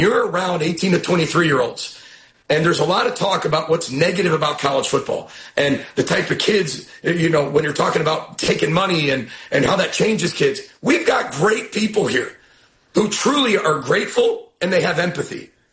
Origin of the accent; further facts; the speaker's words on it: Midwest, United States; I grew up in the Midwest. I've been a Big Ten fan forever.